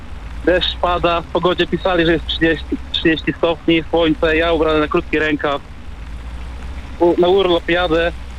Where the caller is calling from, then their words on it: Wejherowo, Pomeranian Voivodeship, Poland; dzwonię z Wejherowa.